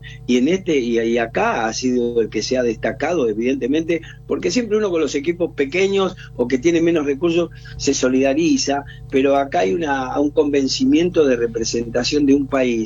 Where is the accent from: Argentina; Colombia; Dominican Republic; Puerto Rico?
Argentina; yo soy argentino, tengo el corazón argentino y realmente estoy con la ansiedad de cualquier descendiente de caboverdiano